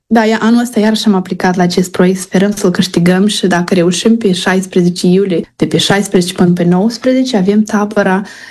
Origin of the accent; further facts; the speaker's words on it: Moldova; now in United States; Deci mie îmi place America pentru că eu pot să trăiesc ca moldovean într-o țară mai dezvoltată, cu altă cultură, unde regulă ai regulă, unde pot să fac ce vreau eu fără piedici.